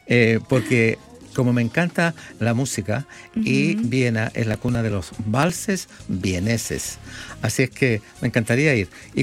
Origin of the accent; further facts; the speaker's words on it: Santiago, Santiago Metropolitan Region, Chile; now in Melbourne, Australia; No, yo vengo de Santiago. Soy santiaguino neto.